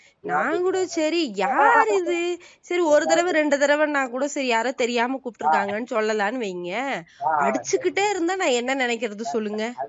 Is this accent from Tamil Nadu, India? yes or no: yes; Tenkasi, Tamil Nadu, India; நானும் தென்காசி தான்.